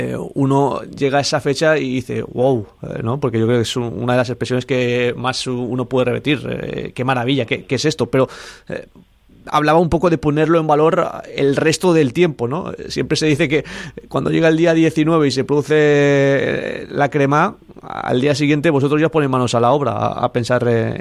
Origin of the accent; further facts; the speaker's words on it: Valencia, Valencian Community, Spain